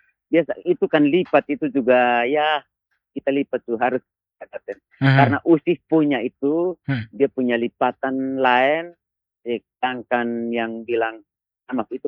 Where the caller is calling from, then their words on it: East Nusa Tenggara, Indonesia; dari Molteng.